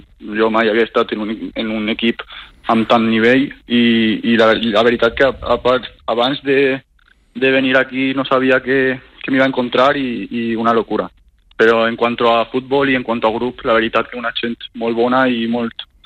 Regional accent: Valencia, Valencian Community, Spain; Sí, la verdad que yo me crié en San Marcelino

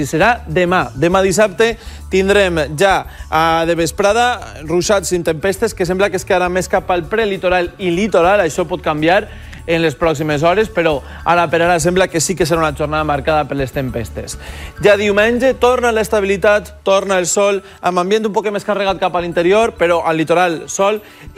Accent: Casas Bajas, Valencian Community, Spain; al meu poble, Cases Bajas, al Racó de Mus

